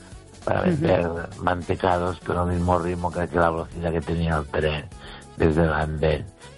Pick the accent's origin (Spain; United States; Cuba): Spain; Barcelona, Catalonia; born there; also born or lived in village near Os Peares, Galicia; mis padres emigraron, mi madre emigró con sus padres, con mis abuelos, a Barcelona, y mi madre se enamoró de un catalán de pura cepa, y de esa mezcla nacimos una familia gallego-catalana.